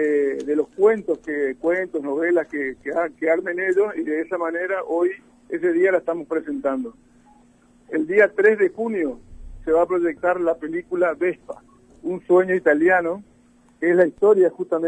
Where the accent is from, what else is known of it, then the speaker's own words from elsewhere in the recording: Argentina; para aquellos que somos argentinos y también italianos.